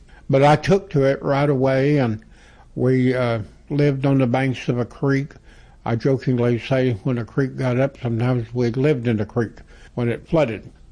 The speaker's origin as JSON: {"language": "English", "region": "Oklahoma", "country": "United States", "tie": "born or raised there", "also_born_or_lived": "Amarillo, Texas", "said": "Growing up in Oklahoma. Actually, I was born in Amarillo, Texas"}